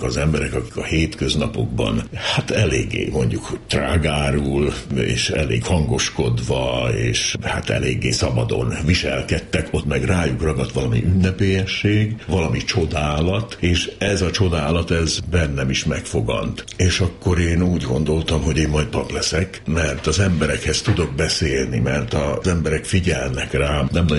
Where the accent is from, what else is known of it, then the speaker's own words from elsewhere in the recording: Hungary; born there; Tornyoson születtem, de az én édesapám nem érezte ott jól magát